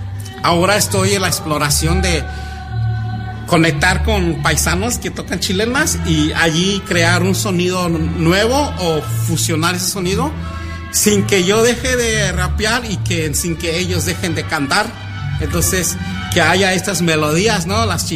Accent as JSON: {"language": "Spanish", "town": "Fresno", "region": "California", "country": "United States", "tie": "born or raised there", "said": "hablo de cómo crecí en Fresno, cómo navegué las diferentes calles, apartamentos, trailers, casas pequeños, el campo"}